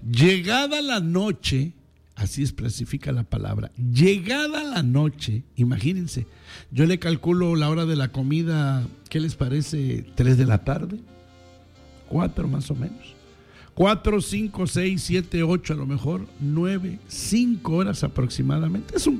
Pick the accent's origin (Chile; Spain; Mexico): Mexico; Yo sé que a lo mejor como buen mexicano dejamos todo a lo último